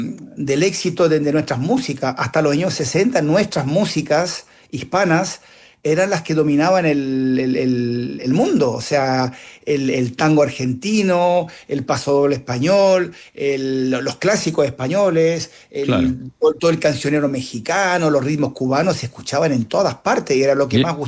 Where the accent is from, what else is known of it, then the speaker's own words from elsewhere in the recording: Chile; now in Seville, Spain; soy profesor de guitarra flamenca en el Conservatorio de Sevilla. Somos dos chilenos en Andalucía.